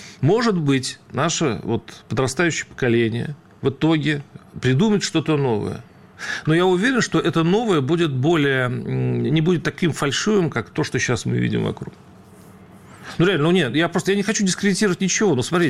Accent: Saransk, Mordovia, Russia; вот с нашими временами, я как из

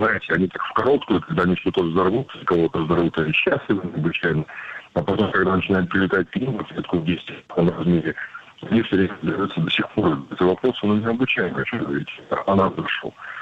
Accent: Kyiv, Ukraine; moved away; also born or lived in Zhytomyr; ну я сам там жил, да, я в Житомире родился, в Киеве, вырос, ну, до момента, пока Майдан не победил в 2014 году.

